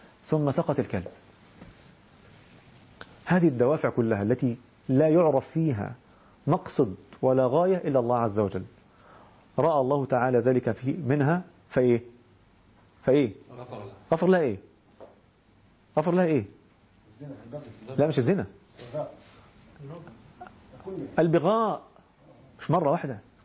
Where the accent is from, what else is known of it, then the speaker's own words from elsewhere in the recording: Egypt; احنا بنسميه عندنا في مصر